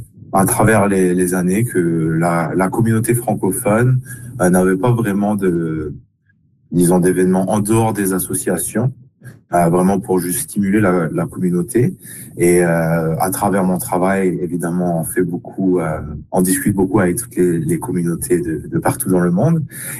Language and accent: French; St. Pierre & Miquelon; now in St. John's, Canada; des Français de Saint-Pierre-et-Miquelon, d'où je viens